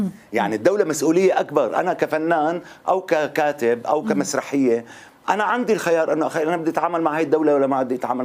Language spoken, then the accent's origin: Arabic; Syria; moved away; أنا تارك سوريا، يعني عشت برا سوريا من سنة 99، يعني صار لي 27 سنة من أول ما طلعت، أنا أعتبر أني أنا برا سوريا.